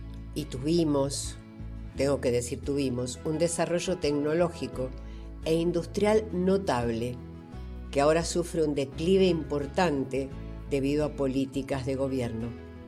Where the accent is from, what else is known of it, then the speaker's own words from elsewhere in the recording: Argentina; Soy argentino. Estoy orgulloso de ello.